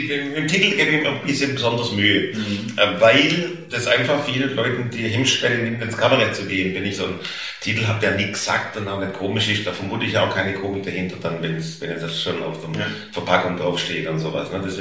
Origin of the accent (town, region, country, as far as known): Stuttgart, Baden-Württemberg, Germany; accent: Swabian